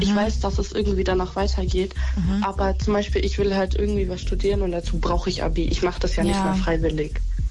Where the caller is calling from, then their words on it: Bavaria, Germany; Ich komme nicht aus München, ich komme aus Nähe München.